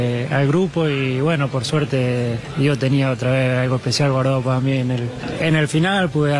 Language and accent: Spanish; Argentina; demuestra cada día lo que somos como argentinos